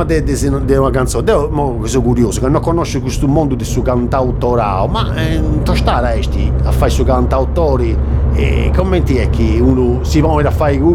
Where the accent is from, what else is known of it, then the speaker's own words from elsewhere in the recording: Capoterra, Sardinia, Italy; Io sono di Capoterra.